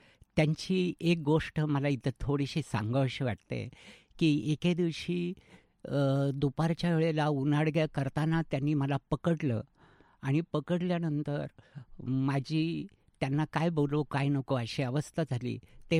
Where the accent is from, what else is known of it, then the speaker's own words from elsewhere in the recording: Dongaon, Maharashtra, India; now in Ahilyanagar, India; मूळ जामखेड तालुक्यातील डोणगाव या छोट्या गावचं आहे.